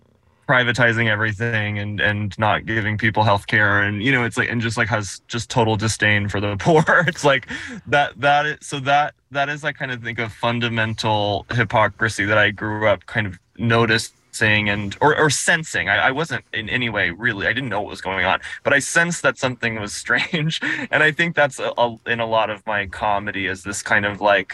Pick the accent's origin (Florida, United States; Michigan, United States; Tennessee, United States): Tennessee, United States; I mean, ever since I was a kid growing up in Tennessee, and I was very lucky to like, grow up with very accepting, progressive parents.